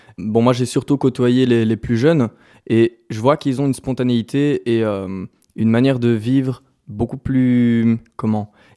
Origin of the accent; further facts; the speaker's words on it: Namur, Wallonia, Belgium; Mais comme je venais de Namur, Namur est une ville qui est petite et familière et qui est assez intime.